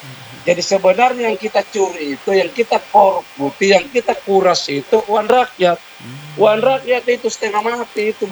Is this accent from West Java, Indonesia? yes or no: no; Makassar, South Sulawesi, Indonesia; Jadi saya kan termasuk lahir di Makassar, yeah. Orang Makassar, itu tentu banyak teman ya. Jadi saya bukan pendatang.